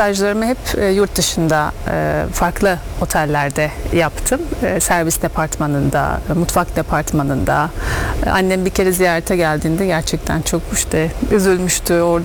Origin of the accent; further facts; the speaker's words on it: Istanbul, Turkey; born there; İstanbul doğumluyum.